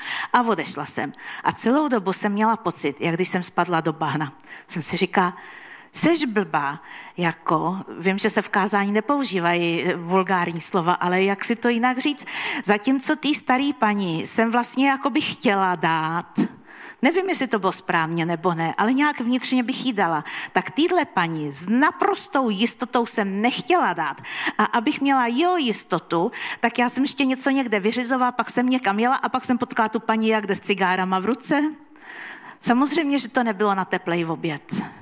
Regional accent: Prague, Czechia; Jednou jsem jela metrem, což není zase až tak zvláštní věc, protože já jsem z Prahy.

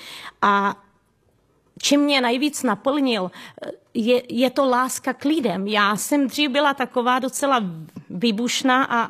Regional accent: Ukraine; jsem původem z Ukrajiny a chtěla bych vám říct o svých zážitcích

